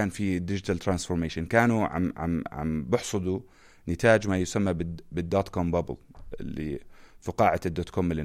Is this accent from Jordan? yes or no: yes; Irbid Governorate, Jordan; وكنت طالب للطب في جامعة العلوم والتكنولوجيا، محافظتي إربد الأم حبيبة